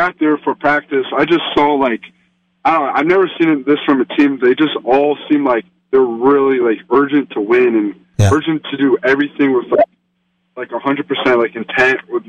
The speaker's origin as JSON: {"language": "English", "town": "Columbus", "region": "Ohio", "country": "United States", "tie": "born or raised there", "said": "to beat him and win in my hometown"}